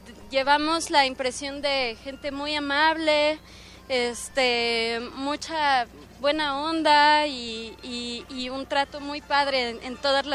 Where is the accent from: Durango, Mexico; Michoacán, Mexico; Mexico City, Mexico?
Mexico City, Mexico; Yo vengo de Ciudad de México, igual que mi compañera Valeria.